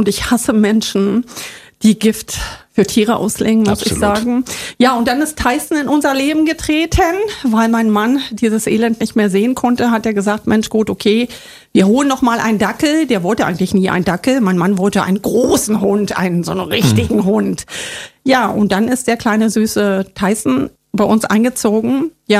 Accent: Saxony-Anhalt, Germany; Ja, ich bin ein Kind des Ostens. Ich, ja, bin im Osten groß geworden.

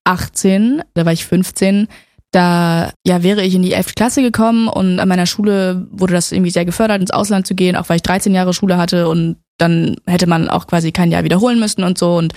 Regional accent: Berlin, Germany; also born or lived in Männedorf, Switzerland; ich komme aus Berlin

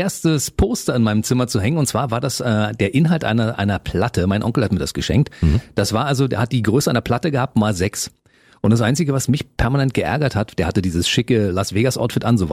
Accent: East Germany, Germany; Ich hatte damals keine Bravo. Ich bin im Osten aufgewachsen. Bei uns gab es sowas nicht

